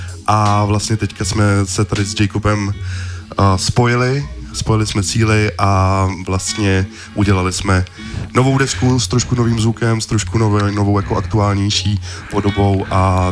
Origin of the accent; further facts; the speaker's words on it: České Budějovice, South Bohemian Region, Czechia; já jsem Budějčák